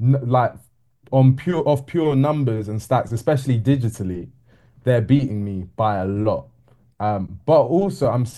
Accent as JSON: {"language": "English", "region": "London", "country": "United Kingdom", "tie": "born or raised there"}